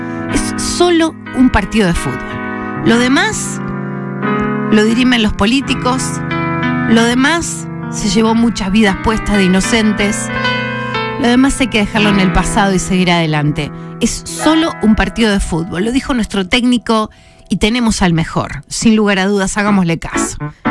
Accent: Argentina

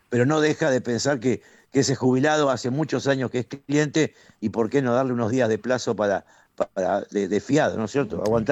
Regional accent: Morón, Buenos Aires Province, Argentina; usted sabe que soy de Morón

